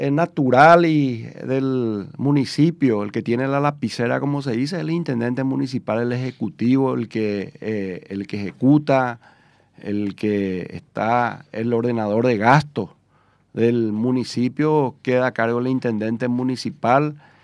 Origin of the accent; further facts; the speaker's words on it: Pedro Juan Caballero, Amambay, Paraguay; Tengo todavía mucho para servir para mi pueblo, donde yo nací, me crié, me malcrié, y quiero seguir sirviendo a toda la ciudadanía de Pedro Juan Caballero.